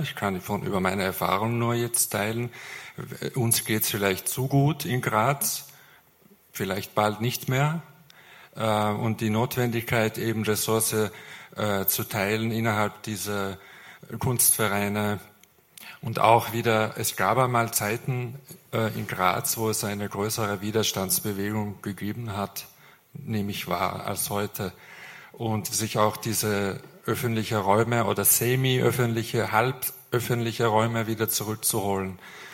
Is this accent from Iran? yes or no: yes; Tehran, Tehran Province, Iran; Ich bin auch in Teheran aufgewachsen und ich sehe da natürlich die Proteste